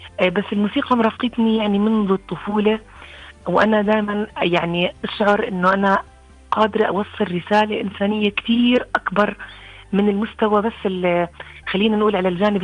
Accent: Jordan; لأنه بتعرفي ما كان يعني عندنا بالأردن مكان إنه تقدري تتخصصي منه بشكل يعني أكاديمي

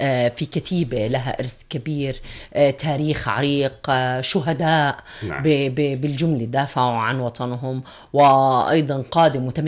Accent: Jordan

